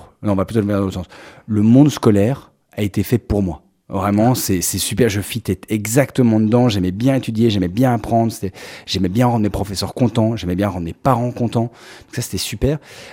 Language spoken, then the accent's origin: French; Brussels, Brussels-Capital Region, Belgium; j'ai grandi en Belgique. Alors, je suis franco-belge, mais j'ai toujours vécu ici. J'ai fait mes études à Bruxelles et en banlieue bruxelloise, à Rode-Saint-Genèse.